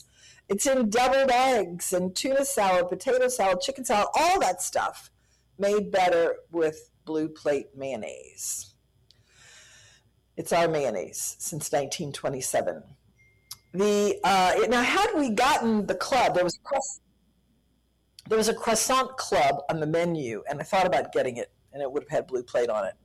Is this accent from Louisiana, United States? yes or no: yes; Kenner, Louisiana, United States; where I was raised in Kenner